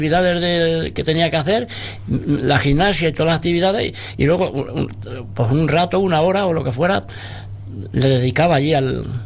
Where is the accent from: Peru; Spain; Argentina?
Spain; moved away as an adult; now in Ávila, Spain; Soy de Bogollo